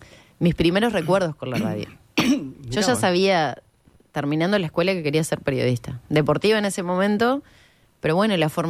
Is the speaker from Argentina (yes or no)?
no; Canelones, Uruguay; Soy canaria.